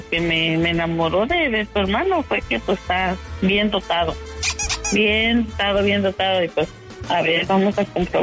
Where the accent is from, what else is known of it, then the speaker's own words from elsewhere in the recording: Veracruz, Mexico; Yo soy jarocha, yo soy de tierra caliente.